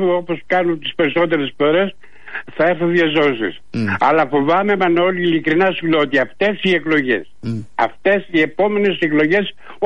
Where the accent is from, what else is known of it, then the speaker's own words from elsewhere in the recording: Central Macedonia, Greece; Λοιπόν, κατάγομαι από την Κεντρική Μακεδονία, συγκεκριμένα δίπλα από την Πέλα, από τα γεννηθά.